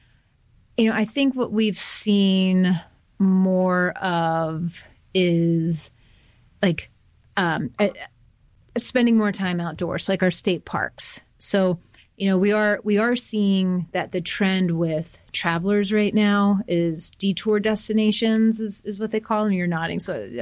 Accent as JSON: {"language": "English", "town": "Lewistown", "region": "Pennsylvania", "country": "United States", "said": "I'm from Lewistown. You know, you go to Mifflin County, you go to Juniata County, and there are still drive-in theaters and Twin Kiss ice cream stops, and you can go tubing down the Juniata River."}